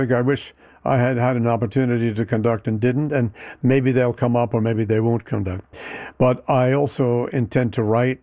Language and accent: English; New York City, New York, United States; I grew up in New York City, took the New York City subways as a kid.